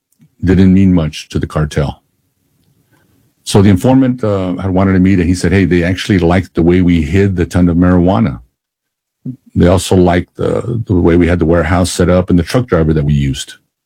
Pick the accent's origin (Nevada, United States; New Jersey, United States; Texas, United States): Texas, United States; El Paso; I guess one of the greatest worries working undercover in my hometown of El Paso was being recognized by someone who knew my true identity.